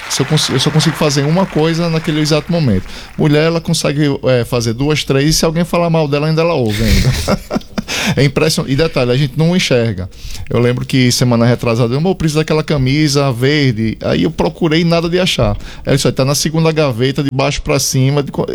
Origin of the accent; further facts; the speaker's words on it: Cardoso, Sergipe, Brazil; now in Lavandeira, Brazil; Olha, eu sou do Cardoso, Bita, mas moro na Lavandeira.